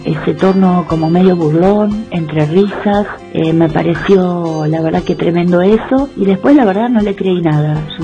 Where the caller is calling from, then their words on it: Buenos Aires, Argentina; de Caballito.